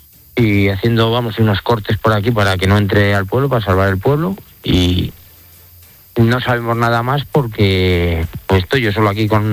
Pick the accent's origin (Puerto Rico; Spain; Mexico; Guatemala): Spain; La Nava de Jadraque, Castilla-La Mancha; No es las Navas de Jadraque, yo soy de la Nava de Jadraque.